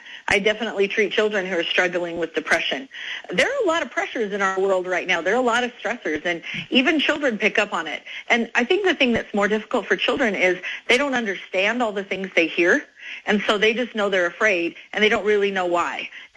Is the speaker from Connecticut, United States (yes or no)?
no; Idaho, United States; I am from Idaho, and so a lot of rural areas, so a lot of space between providers.